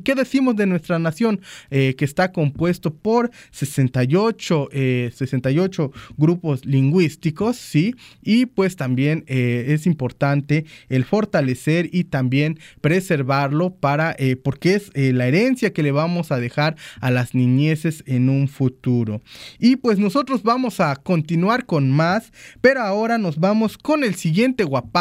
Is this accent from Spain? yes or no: no; Coxquihui, Veracruz, Mexico; moved away; Pues un saludo allá a mi tierra, Coxquiwi. Soy perteneciente de una comunidad allá de Coxquiwi